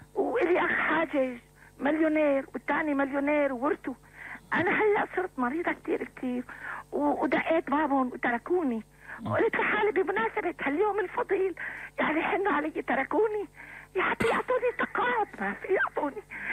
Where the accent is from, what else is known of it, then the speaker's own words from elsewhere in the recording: Damascus, Damascus Governorate, Syria; بنت دمشق.